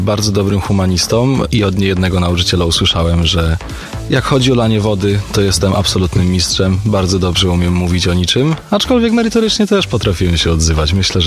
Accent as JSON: {"language": "Polish", "town": "Praszka", "region": "Opole Voivodeship", "country": "Poland", "tie": "born or raised there", "also_born_or_lived": "Strojec", "said": "Ja się wychowywałem w Praszce, to jest miejscowość w województwie opolskim. Nieduża miejscowość, później przeprowadziłem się do wsi obok Strojec, ale raczej się jakoś tam identyfikuję jako ten praszkowiak."}